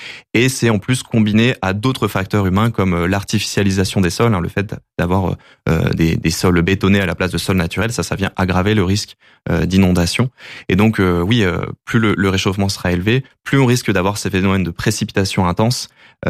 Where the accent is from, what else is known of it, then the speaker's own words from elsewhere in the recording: the Alps, France; Je viens des Alpes. J'ai vu la mer de glace fondre quasiment à vue d'œil, hein, par rapport à mon enfance.